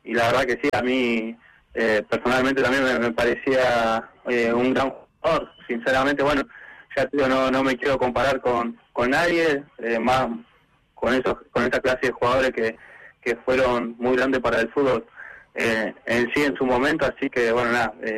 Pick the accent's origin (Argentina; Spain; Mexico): Argentina; Quilmes, Buenos Aires Province; Yo de Buenos Aires, de Quilmes.